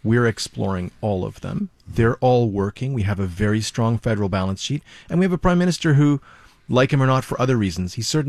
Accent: Guelph, Ontario, Canada; I grew up in Guelph, Ontario, west of Toronto.

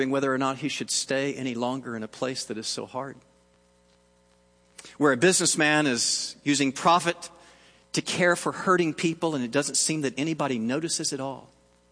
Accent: the South, United States; I was raised in the South.

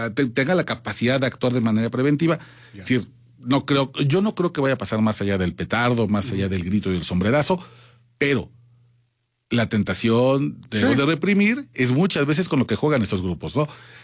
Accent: Mexico City, Mexico

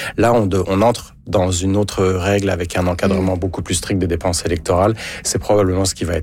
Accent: Pays de la Loire, France; Moi, j'ai grandi dans une région de l'ouest de la France qui s'appelle l'Anjou.

